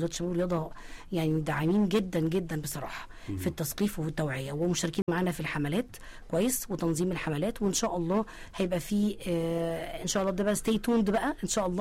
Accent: Egypt; احنا شعب مصري

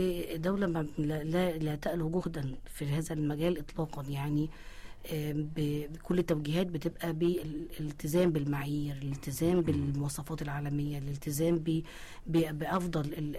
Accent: Egypt; احنا شعب مصري

